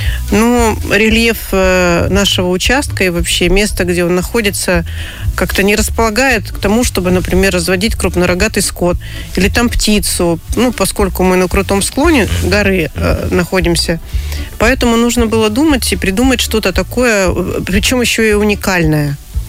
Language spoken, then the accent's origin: Russian; Siberia, Russia; moved away as an adult; also born or lived in Novosibirsk; now in Anapa, Russia; мы сами из Сибири.